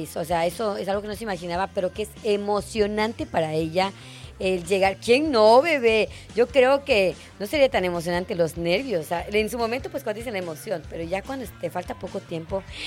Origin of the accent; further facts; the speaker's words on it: Mexico; yo sé que somos mexicanos, los mexicanos todo festejamos